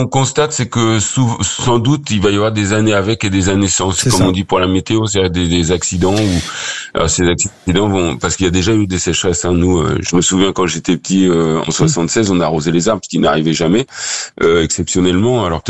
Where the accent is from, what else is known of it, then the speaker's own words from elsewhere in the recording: Normandy, France; Chez nous, dans le Pays de Caux